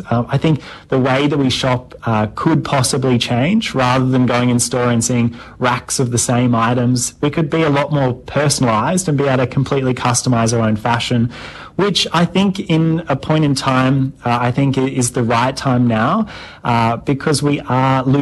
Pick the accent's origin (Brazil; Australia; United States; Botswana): Australia; Tasmania; growing up in Tasmania, I grew up around lots of different textile mills, and over the years I've just seen them become empty.